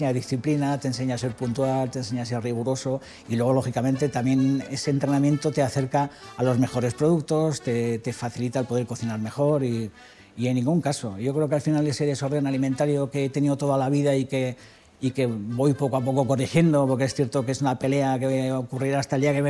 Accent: Hondarribia, Basque Country, Spain; pasan por la calle San Pedro de mi pueblo. Que normalmente la gente de mi pueblo se lo cuenta y no se lo creen y la ponen y pues sí, sale Fuenterrabía en el comienzo de la película.

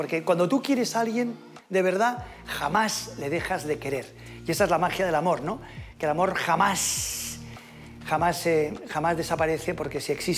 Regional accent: Spain; yo siempre opino como español

